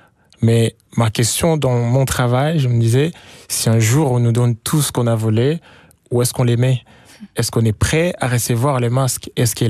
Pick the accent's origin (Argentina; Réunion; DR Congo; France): DR Congo; eastern Congo; moved away; Moi, j'ai grandi à l'Est